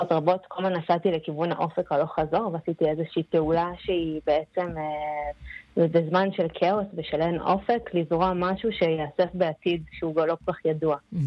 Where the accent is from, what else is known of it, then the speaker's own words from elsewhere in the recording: Magen, Southern District, Israel; אני בת קיבוץ מגן, ואחרי 7 באוקטובר הקיבוץ התפנה לים המלח, ואני התפניתי למשפחה שלי בתל אביב.